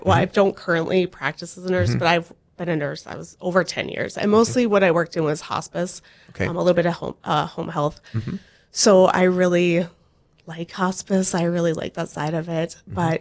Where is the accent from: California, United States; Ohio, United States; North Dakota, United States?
North Dakota, United States; Buchanan; Well, I'm originally from Buchanan, and then he's from Jamestown.